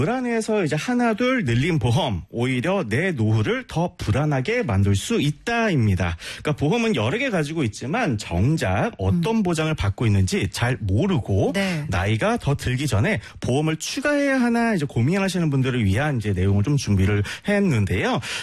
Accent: Jeolla, South Korea; born there; 우선 저는 이제 전라도 태생이거든요.

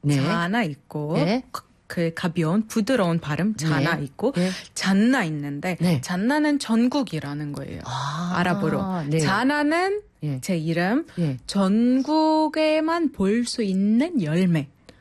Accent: Egypt; Korean is a second language; 제가 소개할 때 아 네. 이집트에서 온

